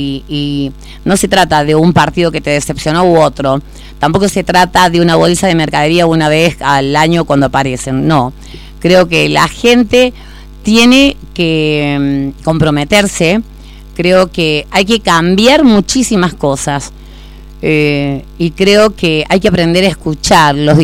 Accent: Argentina

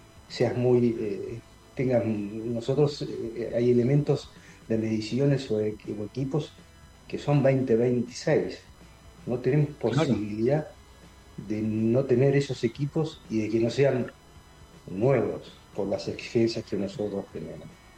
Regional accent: Neuquén, Argentina; somos gente de Neuquén

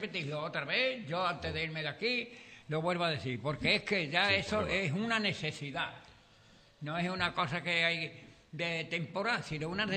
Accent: Andalusia, Spain; Yo como andaluz no sabe.

